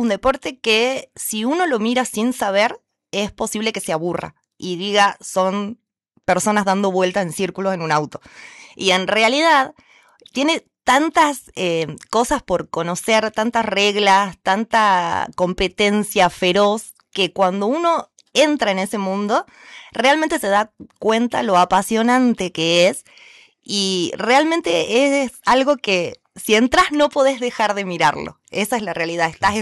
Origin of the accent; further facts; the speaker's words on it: Jujuy, Argentina; Sí, soy jujeña. Nací acá hace 43 primaveras, acá, en el centro.